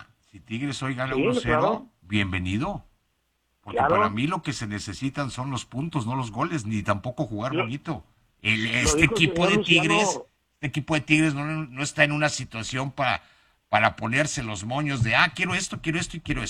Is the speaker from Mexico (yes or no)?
yes; Mexico; Y todos tenemos la aspiración como mexicanos y que nos gusta el deporte.